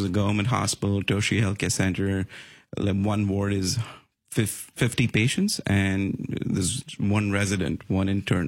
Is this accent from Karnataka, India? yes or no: no; Mumbai, Maharashtra, India; So born in Mumbai. Mumbai, as you know, is the financial capital of India.